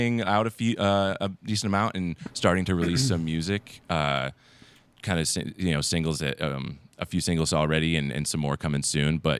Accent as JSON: {"language": "English", "town": "Hornell", "region": "New York", "country": "United States", "also_born_or_lived": "New Jersey", "moved": "yes", "lives_now": "Rochester, United States", "said": "I'm originally from Hornell, New York, Southern Tier, and spent a lot of my time up here in Rochester."}